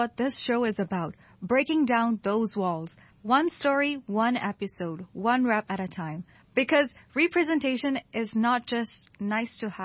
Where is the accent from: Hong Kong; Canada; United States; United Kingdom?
Hong Kong; born and raised in Hong Kong.